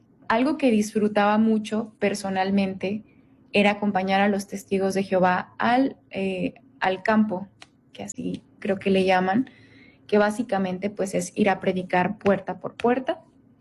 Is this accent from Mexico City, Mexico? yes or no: no; Santa María del Oro, Durango, Mexico; also born or lived in Denver, Colorado, United States; now in Querétaro, Mexico; yo no soy de Durango Capital, soy de Santa María del Oro, que es un municipio del estado de Durango.